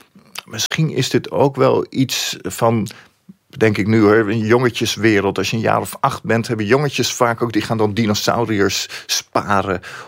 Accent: Leiden, South Holland, Netherlands; Ik groeide op in Leiden... En in een gezin waar alles heel strak geregeld was.

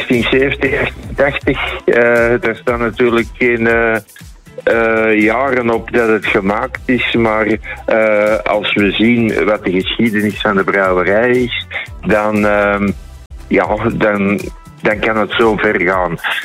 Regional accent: Antwerp, Flanders, Belgium; born there; moved away; toen ik nog in Antwerpen woonde

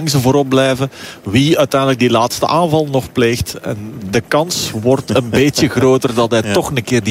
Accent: Flanders, Belgium; zoals we dat allemaal als Vlamingen al wel eens hebben gedaan.

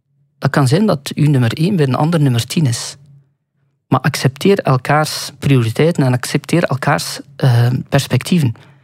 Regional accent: Sint-Niklaas, Flanders, Belgium; ik kom dan uit Sint-Niklaas, op het moment dat ik dan heel actief was in grootsteden

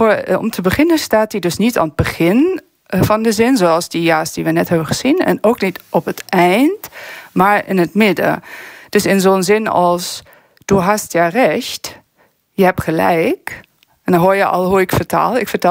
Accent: Germany; Dutch is a second language; als Duitse

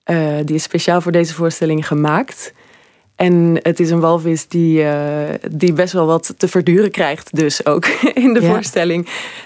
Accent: Netherlands; moved away as an adult; now in Belgium; Het is een mix van Nederlands en Vlaams. Je hoort, ik kom uit Nederland.

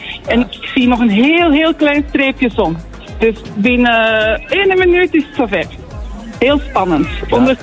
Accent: Boom, Antwerp, Belgium; Nee, ik ben van Boom, hè? Boom bij Toerenlijn.

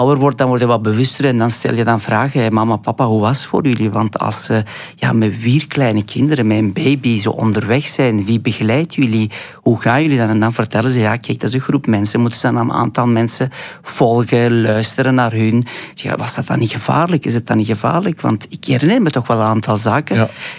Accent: Afghanistan; now in Belgium; Ik ben Afghanistan geboren, dus ik ben Belg onder.

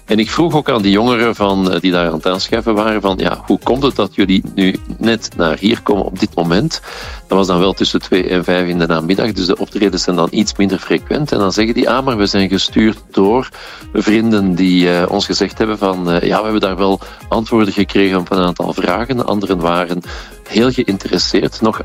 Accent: Belgium

